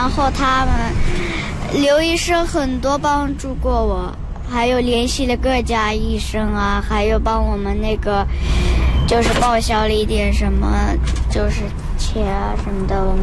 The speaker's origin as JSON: {"language": "Chinese", "region": "Xinjiang", "country": "China", "tie": "born or raised there", "said": "新疆本地，我们新疆老家的那边村里边也看了，喀什也看了，乌鲁木齐也看了"}